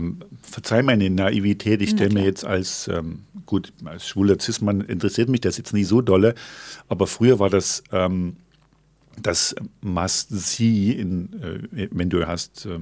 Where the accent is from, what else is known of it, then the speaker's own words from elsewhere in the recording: eastern Germany, Germany; now in Nuremberg, Germany; ich komme ja aus dem Osten